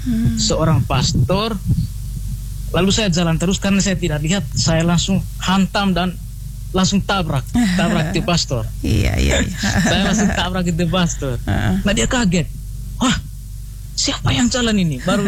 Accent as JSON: {"language": "Indonesian", "area": "Flores", "region": "East Nusa Tenggara", "country": "Indonesia", "tie": "born or raised there", "moved": "yes", "said": "Saya berasal dari Flores, Kabupaten Manggarai Timur. Tepatnya saya itu lahir di Lerang, Desa Gololoni, Kecamatan Ranamese."}